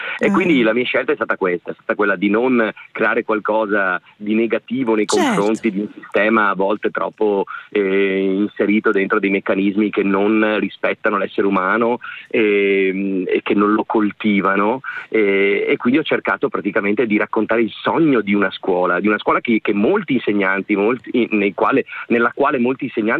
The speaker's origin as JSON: {"language": "Italian", "town": "Vicenza", "region": "Veneto", "country": "Italy", "said": "io sono vicentino di origine, sì."}